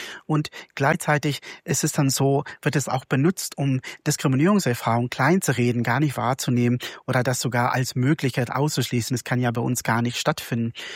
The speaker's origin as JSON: {"language": "German", "country": "South Africa", "tie": "born or raised there", "moved": "yes", "lives_now": "Lower Saxony, Germany", "said": "Ich bin in Südafrika groß geworden mit 11 amtlichen Sprachen, eine diverse Kultur, in eine multireligiöse Hausfamilie."}